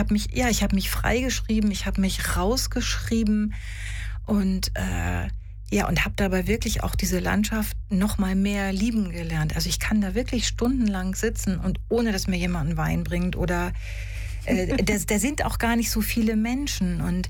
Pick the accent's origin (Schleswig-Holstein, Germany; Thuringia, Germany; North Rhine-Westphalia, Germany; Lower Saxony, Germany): Schleswig-Holstein, Germany; Glückstadt; Also ich habe tatsächlich meine erste Lesung aus dem Buch in Glückstadt, wo ich herkomme.